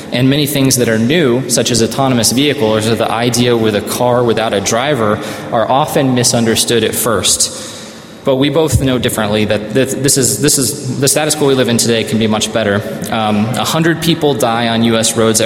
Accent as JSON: {"language": "English", "town": "Kansas City", "country": "United States", "tie": "born or raised there", "said": "where I grew up in the Kansas City area"}